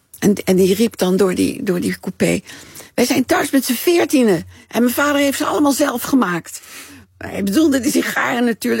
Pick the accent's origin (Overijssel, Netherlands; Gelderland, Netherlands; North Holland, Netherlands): North Holland, Netherlands; Haarlem; born there; also born or lived in Utrecht; Ja, via Utrecht, maar ik ben in Haarlem geboren.